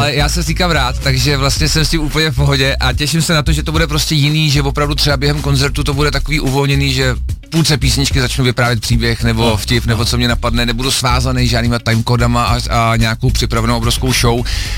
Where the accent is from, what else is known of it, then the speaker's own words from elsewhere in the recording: Železná Ruda, Plzeň Region, Czechia; Železná Ruda mimochodem je moc hezký město, hrozně se dalo dohromady a hodně lidí zajímá, odkud pocházím, kde jsem vyrost